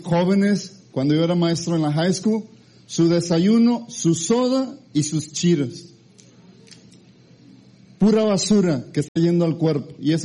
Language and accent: Spanish; Mexico; now in United States; soy mexicano, me gustan las enchiladas, los chiles rellenos.